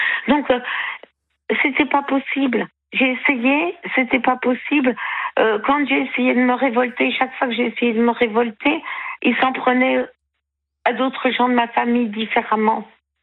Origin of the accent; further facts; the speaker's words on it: Brittany, France; je repars chez moi, en Bretagne.